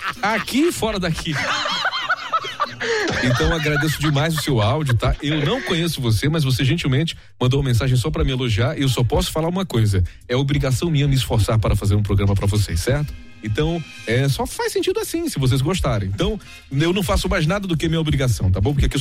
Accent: Imperatriz, Maranhão, Brazil; Sou de Imperatriz

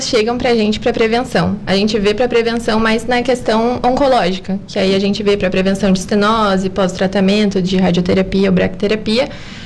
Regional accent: Itapeva, São Paulo, Brazil; moved away as an adult; now in Araranguá, Brazil; Eu sou de Itapeva, interior de São Paulo. Vim aqui para Araranguá por conta da UFSC mesmo.

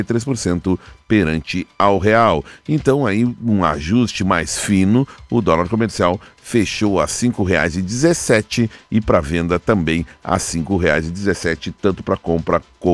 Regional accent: Brazil; a gente é brasileiro

